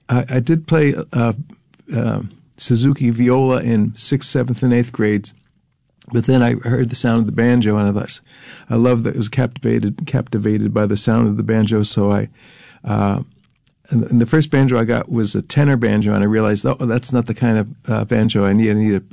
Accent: New Jersey, United States; moved away as an adult; also born or lived in Bethlehem, Pennsylvania / Easton, Pennsylvania; I grew up in New Jersey, and I moved to Pennsylvania to go to school and stuck around because of Godfrey Daniels Coffee House. But I lived in Bethlehem and Easton, Pennsylvania.

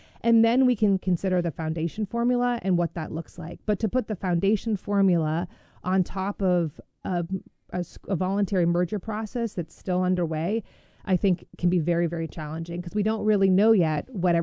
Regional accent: Newberry, Vermont, United States; I grew up in rural Vermont. I went to Newberry Elementary School. We closed Newberry.

